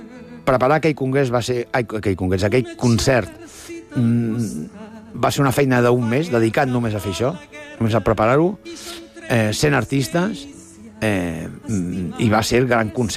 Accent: Barcelona, Catalonia, Spain; born there; jo que sóc nascut a Hostafrancs

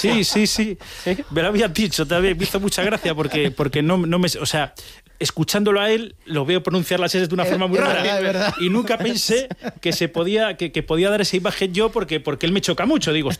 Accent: Vigo, Galicia, Spain; Si soy de Vigo...

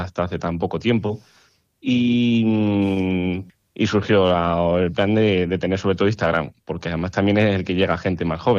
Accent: Villarrubia de los Ojos, Castilla-La Mancha, Spain; por el amor que yo siento por mi pueblo, por mi tierra, por este lugar que me ha visto crecer.

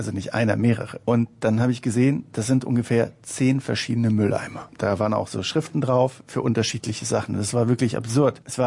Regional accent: Germany; moved away as an adult; now in Tokyo, Japan; als Deutscher

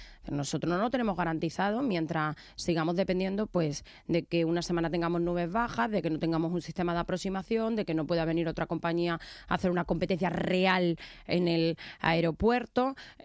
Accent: Melilla, Spain; porque somos más melillenses, porque tenemos el mismo derecho que el resto de españoles.

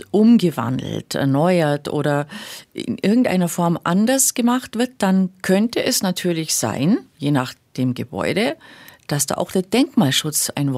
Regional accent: Kempten, Bavaria, Germany; in der Textilindustrie in meiner Heimatstadt in Kempten

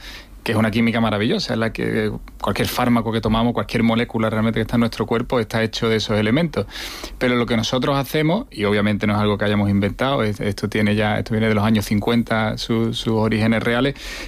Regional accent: Seville, Andalusia, Spain

